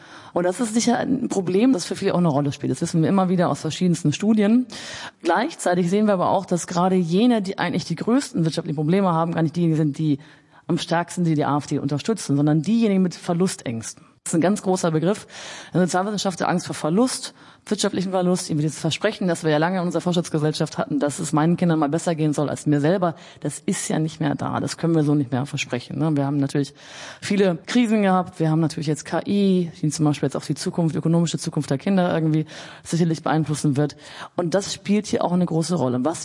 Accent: East Germany, Germany; Also wir sehen hier eine massive Fehlwahrnehmung dessen, wie meine Gruppe als Ostdeutsche sich als benachteiligt fühlt.

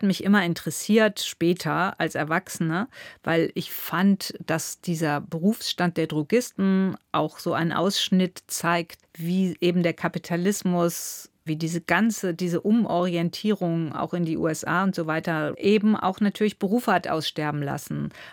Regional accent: Cologne, North Rhine-Westphalia, Germany; Und die Drogerie war in Köln, Köln-Bickendorf. Wir sind schon in der Großstadt aufgewachsen, aber das sind ja immer diese wunderbaren Ambivalenzen, weil im Grunde genommen war es bei uns wie auf dem Dorf.

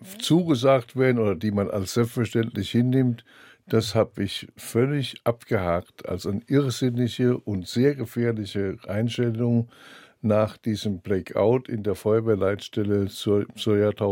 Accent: Darmstadt, Hesse, Germany; born there; das Technische Hilfswerk in Darmstadt, meiner Geburtsstadt.

